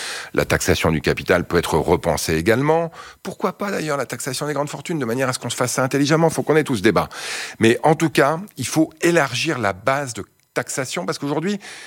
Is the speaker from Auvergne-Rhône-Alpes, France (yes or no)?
no; Montreuil, Île-de-France, France; Mais moi, j'ai grandi à Montreuil, dans le 93, en Seine-Saint-Denis, dans un HLM